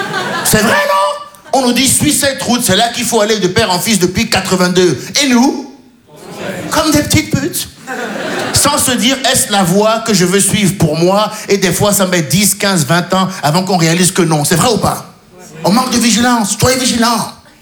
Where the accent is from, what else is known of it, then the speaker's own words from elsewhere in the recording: Benin; dis, je suis franco-béninois. Ouais, mais je me dis, maintenant, quand les impôts, ils viennent, je suis béninois.